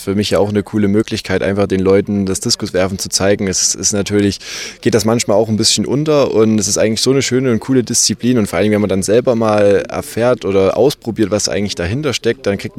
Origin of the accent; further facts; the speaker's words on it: Gelenau, Saxony, Germany; Ja, es ist ja jetzt der Gelenauer Werfertag. Also es ist jetzt der Werfertag genau in meinem Heimatort.